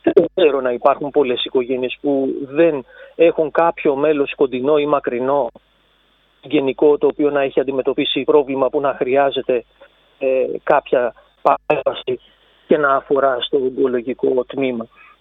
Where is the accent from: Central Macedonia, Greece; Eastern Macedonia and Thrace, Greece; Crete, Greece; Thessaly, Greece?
Thessaly, Greece; Volos; να την πω σαν Βολιώτης και εγώ μετά από τόσα χρόνια που αγαπάω αυτόν τον τόπο